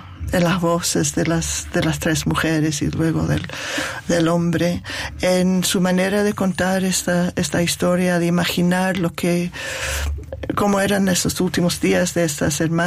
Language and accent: Spanish; United Kingdom; tiene que ver con los cambios en mi propio país, en el Reino Unido.